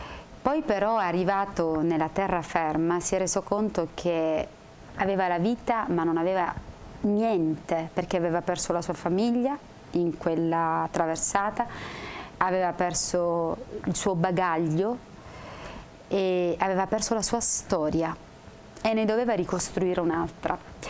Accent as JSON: {"language": "Italian", "region": "Sicily", "country": "Italy", "moved": "yes", "said": "sono siciliana e voi sapete che io ultimamente sono stata in Sicilia"}